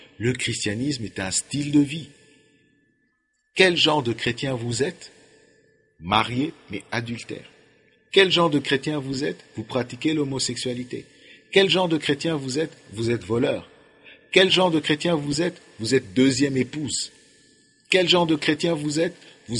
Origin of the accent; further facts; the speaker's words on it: Kinshasa, DR Congo; Bon, chez nous à Kinshasa, les taxis, nous les partageons à plusieurs.